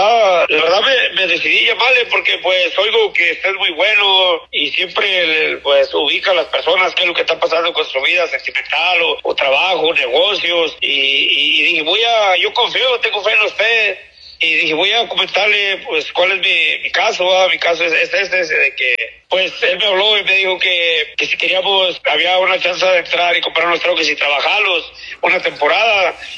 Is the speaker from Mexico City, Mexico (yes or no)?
no; Michoacán, Mexico; moved away; Yo soy de Michoacán